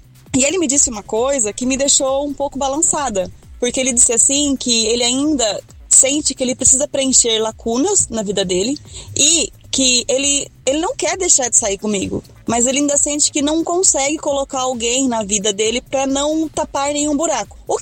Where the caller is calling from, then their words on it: Piracicaba, São Paulo, Brazil; eu sou daqui do interior de São Paulo, mais precisamente de Piracicaba.